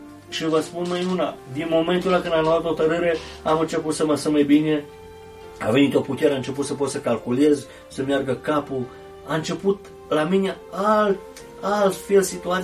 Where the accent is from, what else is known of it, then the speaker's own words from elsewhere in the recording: Serbia; moved away; era din Serbia, de la mine, de acolo cineva.